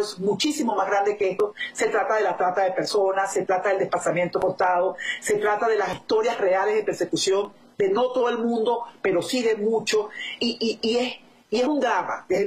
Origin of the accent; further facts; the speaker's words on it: Venezuela; como venezolana, siento que estamos saltando una pieza muy grande